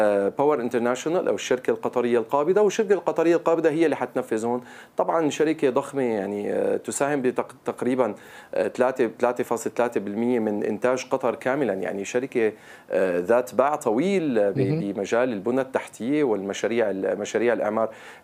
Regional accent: Syria; عن بلدنا سوريا

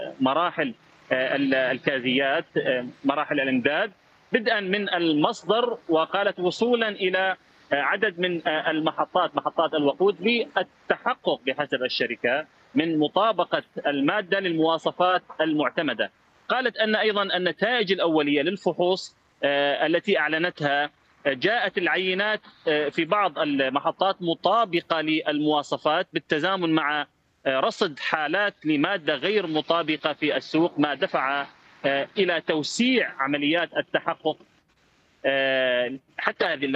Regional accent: Deir ez-Zor, Deir ez-Zor Governorate, Syria; لكن المشكلة عندنا في دير الزور،

